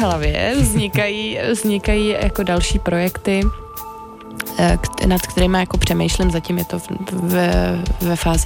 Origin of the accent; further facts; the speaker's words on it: Prague, Czechia; born there; A ta Praha je taková pro mě jako výjimečná, jednak je to moje rodné město a jednak je to takový jako trh sám o sobě, jo?